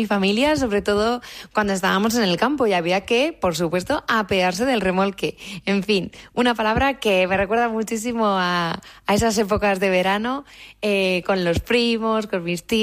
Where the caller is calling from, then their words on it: Villanueva de Duero, Castile and León, Spain; de Villanueva de Duero